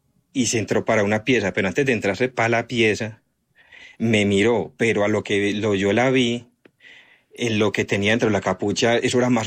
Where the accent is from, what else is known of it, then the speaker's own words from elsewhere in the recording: San Andrés de Cuerquia, Antioquia, Colombia; Yo soy de acá de Antioquia, de San Andrés de Cuerquia.